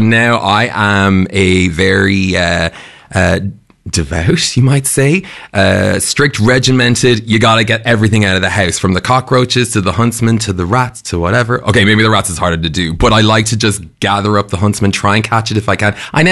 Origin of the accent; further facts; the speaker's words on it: Canada; now in Australia; But I'm from Canada.